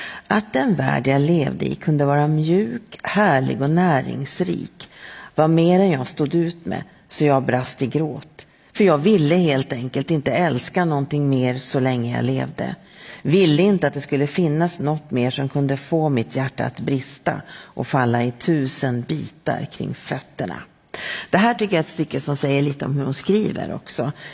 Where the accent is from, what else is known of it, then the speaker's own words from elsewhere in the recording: Norrbotten County, Sweden; Ja, som gammal norrbottning läste jag med extra stor nyfikenhet partiet i boken